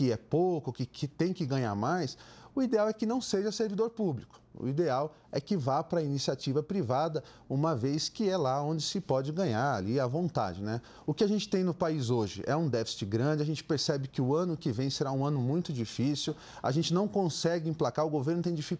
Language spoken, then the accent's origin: Portuguese; Brazil